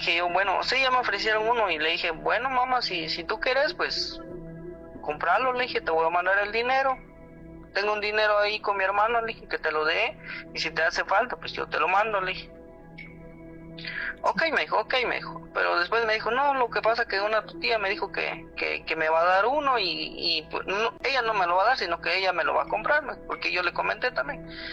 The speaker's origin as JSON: {"language": "Spanish", "country": "Guatemala", "said": "Sí, yo soy de Guatemala, ella allá en el pueblo."}